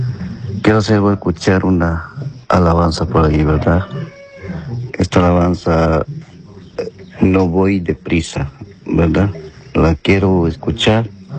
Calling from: Las Marías, Honduras

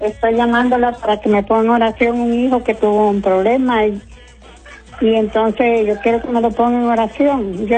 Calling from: Comayagua, Honduras; De acá de Las Delicias, Comayagua

